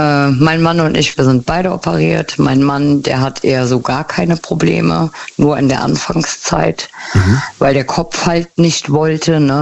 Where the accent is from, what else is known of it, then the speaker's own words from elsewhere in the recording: Rhineland-Palatinate, Germany; Aus dem Westerwald.